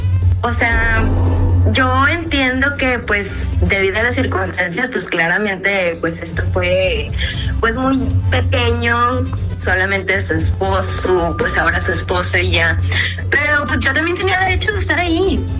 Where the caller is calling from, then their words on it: Nuevo León, Mexico; En Nuevo León.